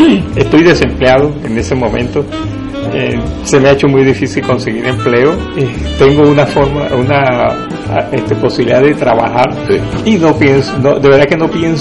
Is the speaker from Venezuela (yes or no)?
yes; Venezuela; now in Catalonia, Spain